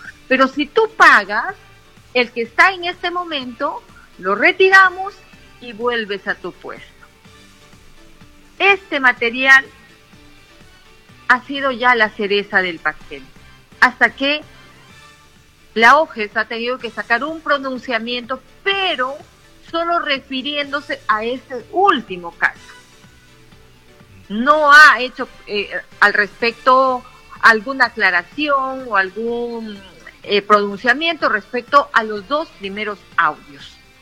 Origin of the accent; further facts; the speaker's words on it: Tocache province, San Martín, Peru; Mi tierra de paz, amor y trabajo.